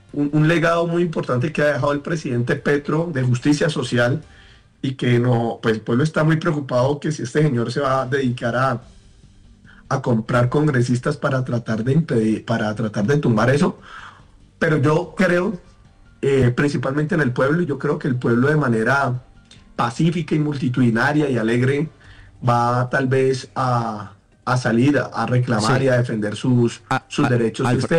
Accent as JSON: {"language": "Spanish", "town": "Cali", "region": "Valle del Cauca", "country": "Colombia", "said": "Yo soy caleño, sí. Soy caleño, pero sí. Pues ahora estoy entre Cali y Bogotá"}